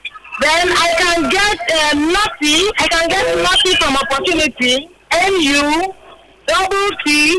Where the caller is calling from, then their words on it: Port Harcourt, Rivers, Nigeria; I'm calling from Port Harcourt.